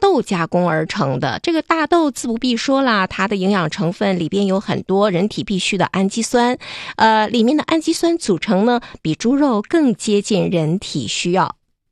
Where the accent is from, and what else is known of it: Northeast China, China